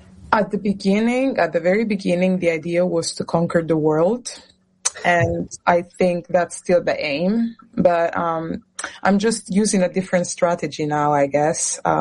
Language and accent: English; Italy; moved away; growing up in Italy